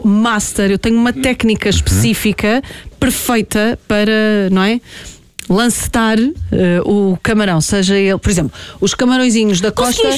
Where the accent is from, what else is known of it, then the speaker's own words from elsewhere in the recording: Portugal; Mas eu sou tuga, como o resto das coisas à mão, gente.